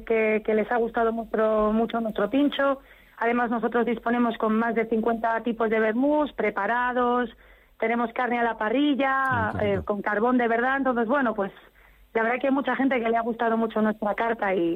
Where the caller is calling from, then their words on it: Valladolid, Castile and León, Spain; Estamos en la calle Concha Velasco 27, estamos cerquita, somos del barrio de La Farola.